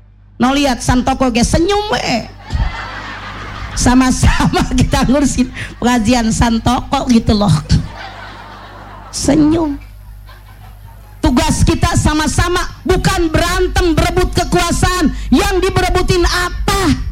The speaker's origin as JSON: {"language": "Indonesian", "region": "Jakarta", "country": "Indonesia", "tie": "born or raised there", "said": "Gue tahu persis Tanah Abang, kampung gue."}